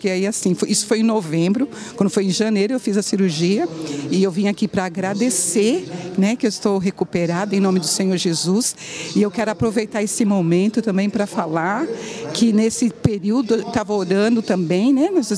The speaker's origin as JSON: {"language": "Portuguese", "region": "São Paulo", "country": "Brazil", "said": "Eu venho do Itaim Paulista."}